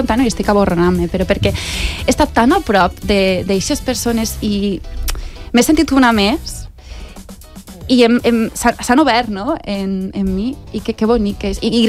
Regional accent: Alcoy, Valencian Community, Spain; Jo sóc alcoiana, tinc casa al Coi, casa dels meus pares.

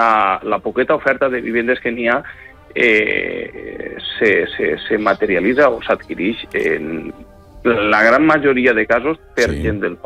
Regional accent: Les Alqueries, Valencian Community, Spain; la música forma part de la nostra cultura, de la cultura com a poble, de la cultura com a valencians, i la interpretació magnífica de la Unió Municipal Alqueriense crec que reflecteix l'esperit del poble de les Alqueries

